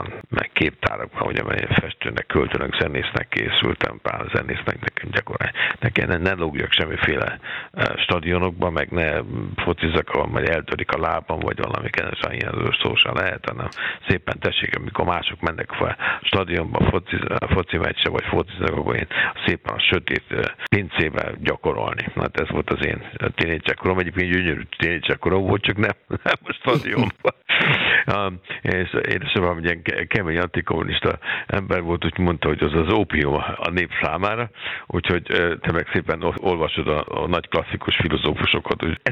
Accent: Budapest, Hungary; now in Germany; figyeljen, tudod, én pesti srác vagyok, hát ez a világ csodája lenne

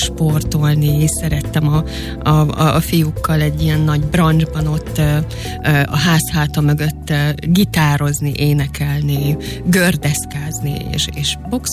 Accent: Hungary; Negerbe éltünk, ott nevelkedtem, és ott, amikor felvettek a Szent István konziba, akkor bekerültem ide a pesti életbe

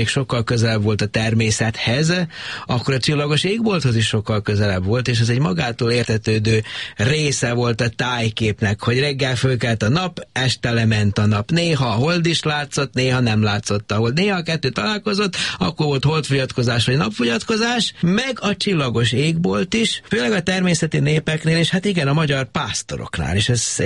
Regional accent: Horgoš, Vojvodina, Serbia; Igen, ugye Horgos faluban nőttem föl, ugye Jugoszláviának hívták akkor még azt az országot

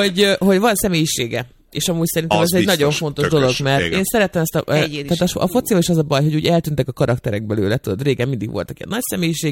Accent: Hungary; Én tisztességes magyar nő vagyok

